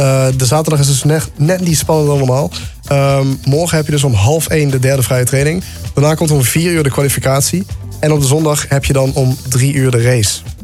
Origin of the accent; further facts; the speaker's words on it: Netherlands; we zijn Nederlanders.